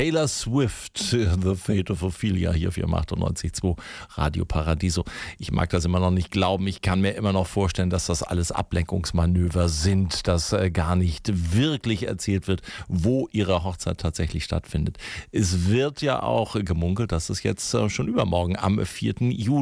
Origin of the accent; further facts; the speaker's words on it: Northern Germany, Germany; Fischtheke finde ich als Norddeutscher auch immer ganz wichtig